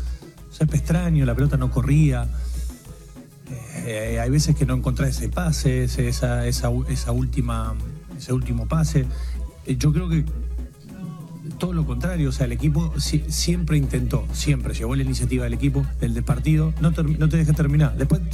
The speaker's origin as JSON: {"language": "Spanish", "country": "Argentina", "said": "Yo lo que digo, primero, nosotros somos Argentina."}